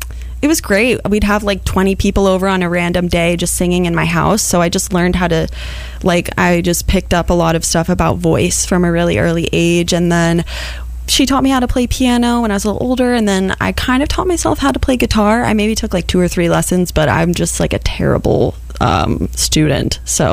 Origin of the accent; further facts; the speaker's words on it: New York City, New York, United States; born there; moved away; also born or lived in California / Los Angeles; originally I'm from the East Village, New York City.